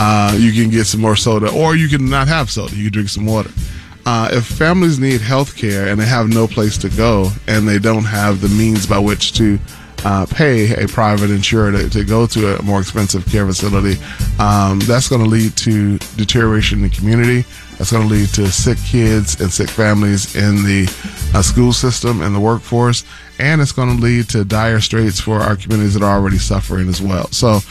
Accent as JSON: {"language": "English", "town": "Detroit", "region": "Michigan", "country": "United States", "tie": "born or raised there", "said": "So, like I said, you're born and raised in Detroit, you're all things Detroit. Hockey, baseball, you know, soccer, all things Detroit."}